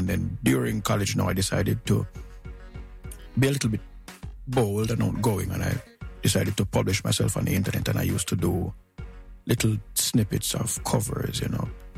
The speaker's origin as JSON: {"language": "English", "town": "Montego Bay", "region": "Saint James", "country": "Jamaica", "also_born_or_lived": "Kingston", "said": "So even though I'm from Montego Bay, you know, I had to basically move across to the other side of the island now"}